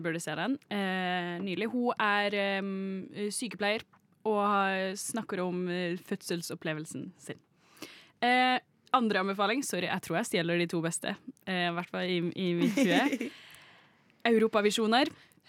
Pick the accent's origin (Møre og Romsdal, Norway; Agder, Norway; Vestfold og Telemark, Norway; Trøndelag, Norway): Agder, Norway; Kristiansand; jeg er fra Kristiansand